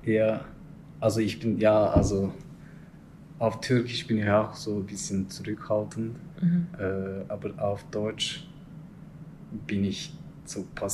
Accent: Turkey; German is a second language; now in Switzerland; ich bin Türke, also nicht böse gemeint, aber ich bin Türke und ich kann mich gar nicht als Schweizer oder so identifizieren irgendwie. Also ich gehöre zu türkischer Kultur

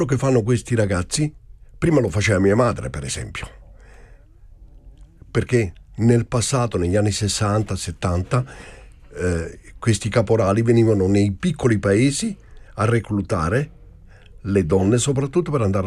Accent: Campania, Italy; I paesi, anche nel mio paese d'origine, nella provincia di Salerno, circa il 70% delle case sono vuote.

